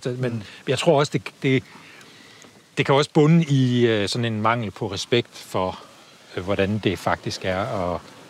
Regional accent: North Denmark Region, Denmark; also born or lived in south of Aarhus; now in Copenhagen, Denmark; Jeg er vokset op i Himmerland. Og har boet syd i en lille landsby syd for Aarhus, og nu bor jeg så i midten af København.

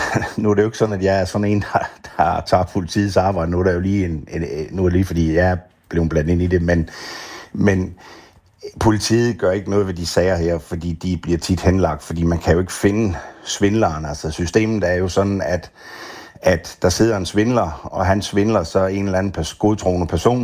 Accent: Region of Southern Denmark, Denmark; Ja, nu kan man sige, nu er jeg jo Fynbo. Vi stikker lige en finger i jorden en gang imellem, tænker jeg.

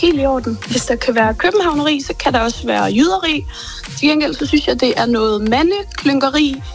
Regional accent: Viborg, Central Denmark Region, Denmark; Jamen, jeg er fra Viborg, så jeg er midtjyde og har været det hele livet og bor her stadig.

